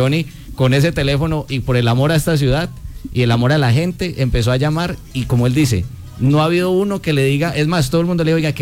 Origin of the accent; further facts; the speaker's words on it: Pereira, Risaralda, Colombia; Feliz de estar acá acompañándolos en mi tierra. Pereira